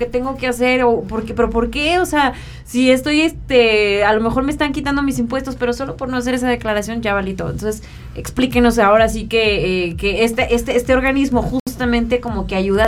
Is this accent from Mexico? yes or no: yes; Mexico; somos mexicanos.